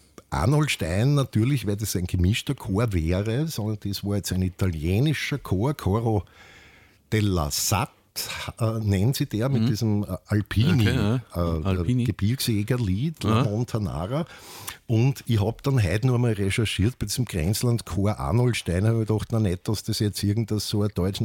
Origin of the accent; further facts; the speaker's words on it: Carinthia, Austria; ich bin ja selber Kärntner Slowene.